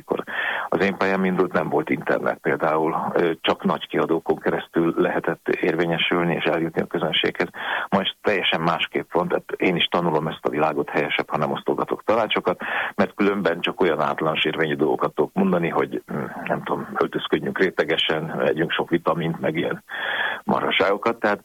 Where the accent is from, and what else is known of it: Hungary